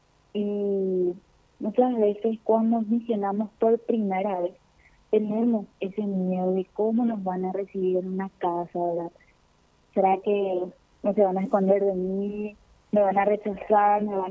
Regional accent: Caaguazú, Paraguay; Yo soy de la diócesis de Coronel Oviedo, de la ciudad de Caaguazú

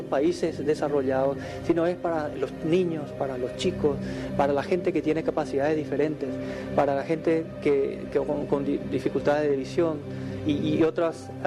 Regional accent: Paraguay

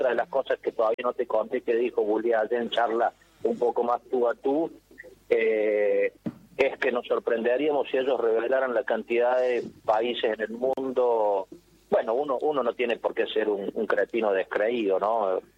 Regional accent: Córdoba, Argentina; número 2 como argentino, número 3 para más como cordobés, o sea, como ciudadano del lugar donde se habla mucho de eso, segunda ciudad de la Argentina y demás.

